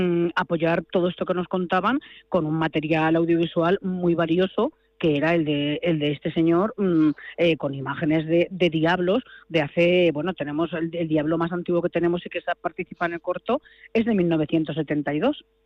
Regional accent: Setiles, Castilla-La Mancha, Spain; mi pueblo es muy pequeñito, tiene poco más de, en invierno no viven ni 100 personas.

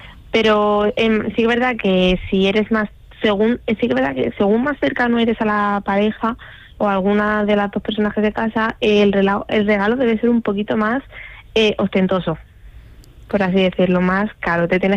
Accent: Spain; born there; yo nací en España

